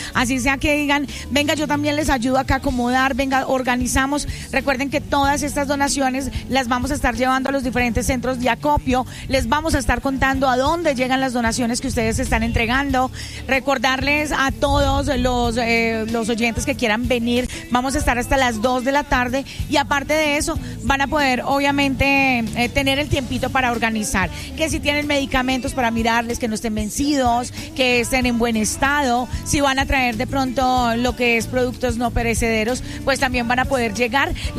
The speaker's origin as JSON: {"language": "Spanish", "country": "Colombia", "said": "como buenos colombianos siempre estamos ayudando. Eso es lo lindo de mi Colombia, eso es lo lindo de mi gente."}